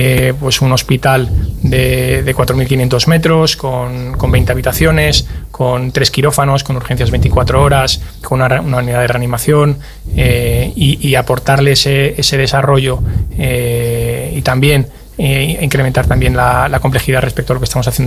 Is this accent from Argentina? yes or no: no; Castile, Spain; Nosotros somos de Castilla, somos de aquí, la hemos vivido siempre, sabemos cómo es esta comunidad